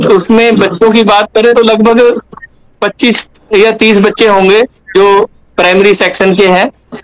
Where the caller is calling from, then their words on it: Ambala, Haryana, India